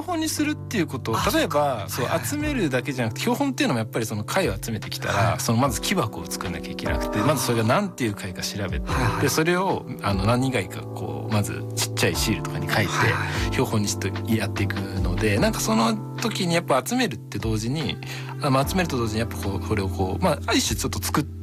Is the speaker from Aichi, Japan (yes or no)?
no; Fujisawa, Kanagawa, Japan; で、僕神奈川県の藤沢市出身で、はいはいはい、近くに鵠沼海岸という海があったんですけど